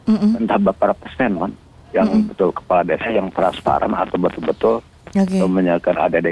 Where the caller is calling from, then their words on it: West Java, Indonesia; saya kalau penduduk Kabupaten Bandung Timur, kalau nyangkul sehari-hari ada di Kabupaten Garut karena perbatasan dengan Garut.